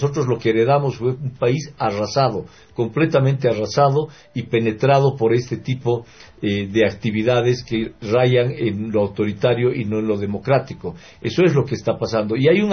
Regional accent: Bolivia; los bolivianos, que ya le dijimos no en varias oportunidades

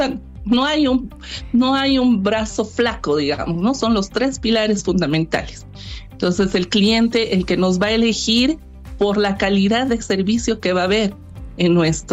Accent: Bolivia; nosotros somos bolivianas

